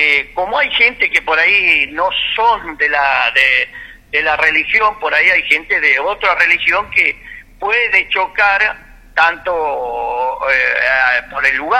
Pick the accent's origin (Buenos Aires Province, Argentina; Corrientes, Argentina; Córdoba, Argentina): Córdoba, Argentina; moved away; allá nosotros en Córdoba, yo vivía en el campo.